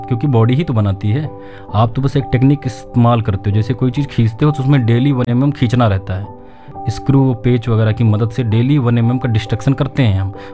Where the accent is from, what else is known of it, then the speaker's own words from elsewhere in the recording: Uttar Pradesh, India; मैं इसी क्षेत्र का रहने वाला हूँ, यहीं का मैं नागरिक हूँ, अगर उनकी चीज़ों को मैं नहीं समझ पाऊँगा तो हमसे बेहतर कोई नहीं समझ सकता। यहाँ इस जिले का जो सबसे पिछड़ा एरिया तरबगंज है, वहाँ का जो सबसे पिछड़ा एरिया है वहाँ मेरा घर है